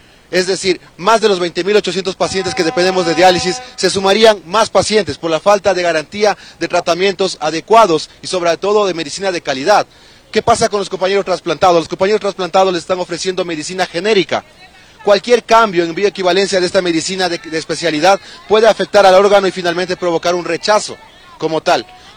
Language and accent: Spanish; Ecuador; un derecho a la vida que nosotros tenemos como ecuatorianos.